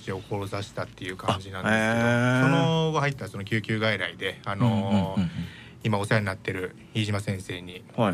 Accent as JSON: {"language": "Japanese", "region": "Saitama", "country": "Japan", "tie": "born or raised there", "said": "育ちは埼玉なので、"}